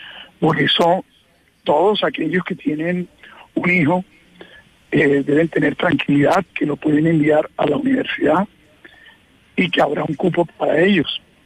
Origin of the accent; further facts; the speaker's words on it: Caribbean Region, Colombia; somos del Caribe colombiano